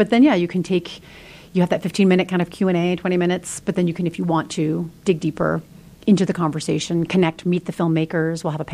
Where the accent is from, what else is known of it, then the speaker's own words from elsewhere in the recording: New York, United States; moved away; I'm a New Yorker